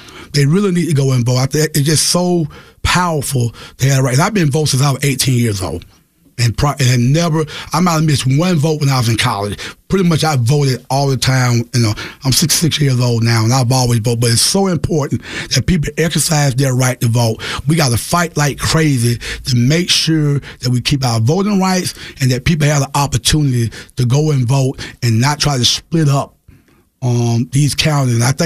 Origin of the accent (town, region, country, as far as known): South Carolina, United States; born or raised there